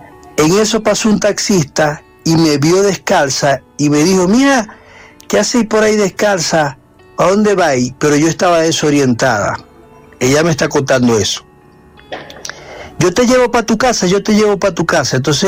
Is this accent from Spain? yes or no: no; Venezuela; now in Soacha, Colombia; Hermano, mira, yo soy venezolano.